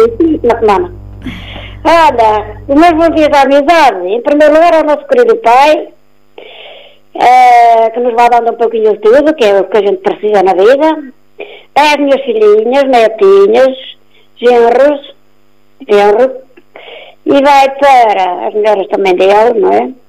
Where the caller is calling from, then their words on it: Portugal; Vou aqui dizer uma linda da minha aldeia, Valprados